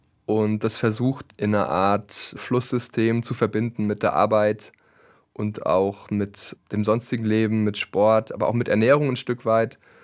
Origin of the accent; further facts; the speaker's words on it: Mühltal, Hesse, Germany; fahre ich sehr gerne an den Kühlkopf am Altrhein bei uns im Hessischen Ried. Und da bin ich auch sehr oft schon gewesen, auch als kleiner Junge schon zum Angeln